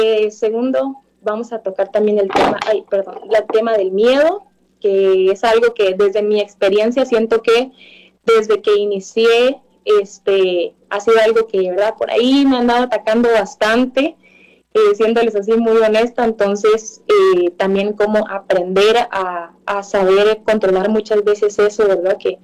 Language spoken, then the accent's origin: Spanish; Costa Rica; tengo 22 años, soy de Costa Rica